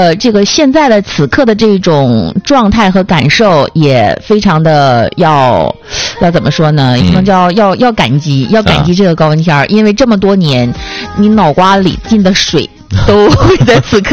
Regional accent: Northeast China, China; 作为一个纯东北人

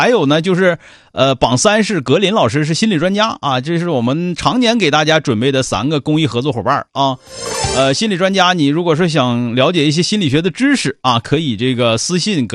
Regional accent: Northeast China, China; 就我们东北话虎和那个东北虎那虎是两回事啊。

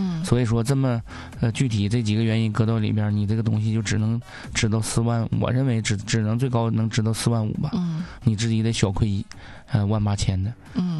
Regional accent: Northeast China, China; accent: Northeastern; 咱们东北话

